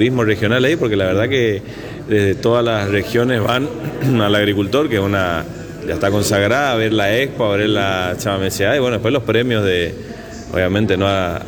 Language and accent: Spanish; Goya, Corrientes, Argentina; yo que soy de Goya, me voy todos los años al agricultor